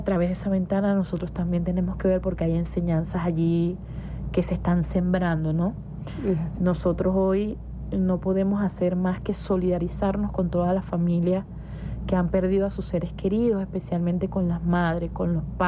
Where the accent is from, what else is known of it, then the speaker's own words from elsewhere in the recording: Venezuela; lo amoroso que somos los venezolanos y las venezolanas